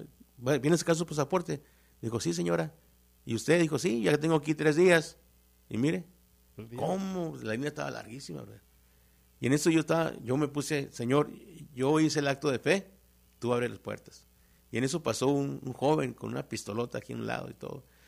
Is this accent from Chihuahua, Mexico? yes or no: yes; Chihuahua, Mexico; born there; also born or lived in Juárez; porque yo nací en Chihuahua.